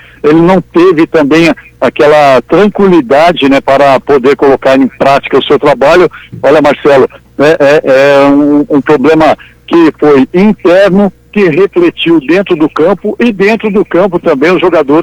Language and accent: Portuguese; Brazil; nós somos brasileiros, é o único país que nós temos que torcer